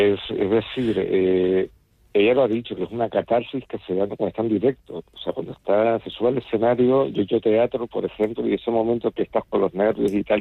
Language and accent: Spanish; Tenerife, Canary Islands, Spain